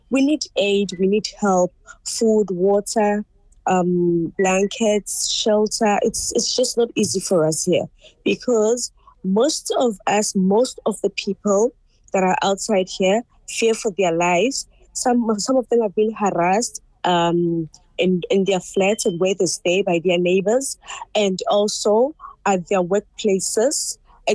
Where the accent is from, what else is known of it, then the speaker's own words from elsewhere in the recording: South Africa; I grew up here in South Africa. My grandmother was a teacher here in South Africa, and I stayed with her. So I grew up here in South Africa. I didn't grow up in Ghana